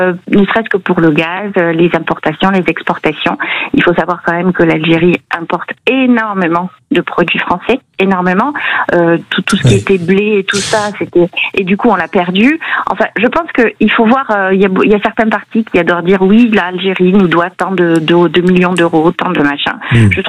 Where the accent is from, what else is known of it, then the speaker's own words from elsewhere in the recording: France; born there; Alors moi, je suis née en France. Hein, oui. Je suis née en France. Mes parents sont d'origine algérienne.